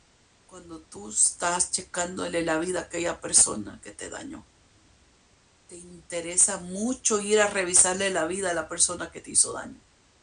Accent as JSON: {"language": "Spanish", "country": "Mexico", "said": "como los mexicanos decimos"}